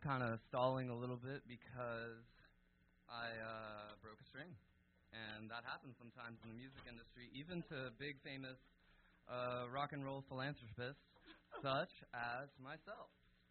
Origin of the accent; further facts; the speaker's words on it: Atlanta, Georgia, United States; I'm a bartender from Atlanta.